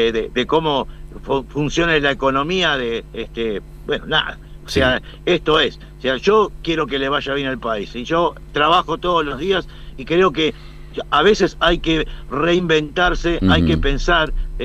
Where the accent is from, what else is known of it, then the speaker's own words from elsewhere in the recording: Argentina; El argentino, soy argentino, los argentinos siempre somos optimistas, ¿no es cierto?